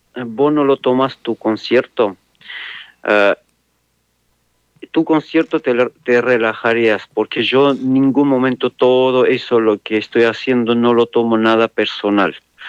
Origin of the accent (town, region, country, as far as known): Armenia; now in Córdoba, Argentina